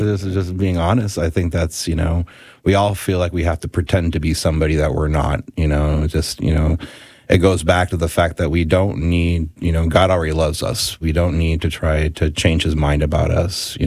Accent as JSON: {"language": "English", "town": "Springfield", "region": "Missouri", "country": "United States", "tie": "born or raised there", "said": "I grew up in Springfield, Missouri."}